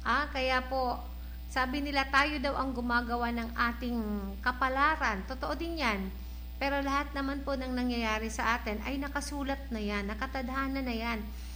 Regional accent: Legazpi, Bicol Region, Philippines; dinala ako dito ng tadhana, dinala ako dito ni Lord, at taga-Legazpi po ako.

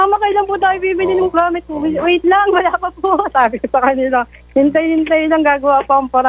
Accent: Pasig, Metro Manila, Philippines; also born or lived in Ilocos; Sa Ilocos po ako pinanganak, pero dito na po kami sa Pasig, lumaki po.

